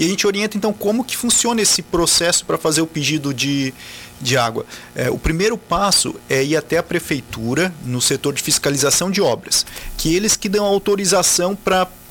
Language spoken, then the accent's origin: Portuguese; Orleans, Santa Catarina, Brazil; Sou orleanense, os meus avós eram do Rio Novo, mas eu não nasci no Rio Novo. Eles, quando se casaram, eles se mudaram mais aqui para a região do Tirão Comprido, aí eu sou dessa região aí.